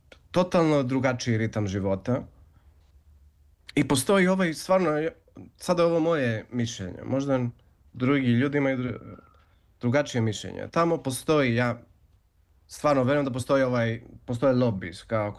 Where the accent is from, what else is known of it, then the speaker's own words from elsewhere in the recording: Greece; also born or lived in Scotland; Zato, kao Srbin i što sam porastao u Grčkoj, ovde sam puno se adaptirao na ovu grčku kulturu, slično kao srpskom.